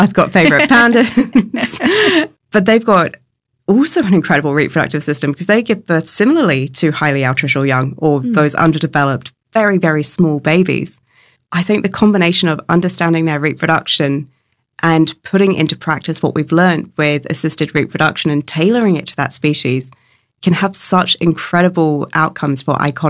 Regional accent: New Zealand; I grew up in New Zealand in Aotearoa

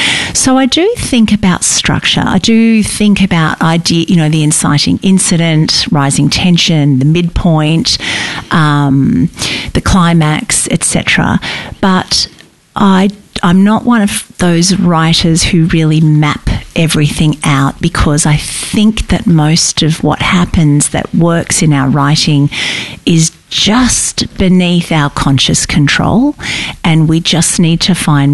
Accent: Sydney, New South Wales, Australia; moved away as an adult; now in Victoria, Australia; I grew up in Sydney. That was my home. I have a very particular self in Sydney, and I came to live in Victoria in my early 30s

